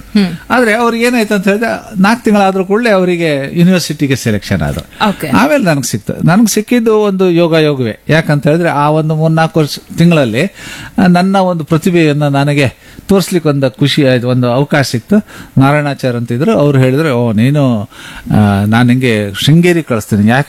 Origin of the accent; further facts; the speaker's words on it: Kundapura, Karnataka, India; ನಮ್ಮ ಊರಿನವರೆಲ್ಲ ನಾವು ಕುಂದಾಪುರದವರು, ಬೈಂದೂರಿನವರು, ಬ್ರಹ್ಮಾವರದವರು.